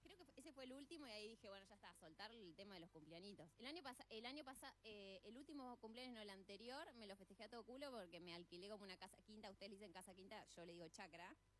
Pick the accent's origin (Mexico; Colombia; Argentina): Argentina; now in Buenos Aires, Argentina; Yo ya vivía acá en Buenos Aires, había viajado a mi pueblo natal